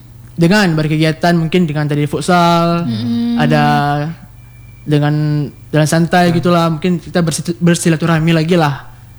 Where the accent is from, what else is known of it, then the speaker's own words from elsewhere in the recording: Meulaboh, Aceh, Indonesia; asal dari Melabuh, Kak. Dari Melabuh, jadi … asal dari Melabuh.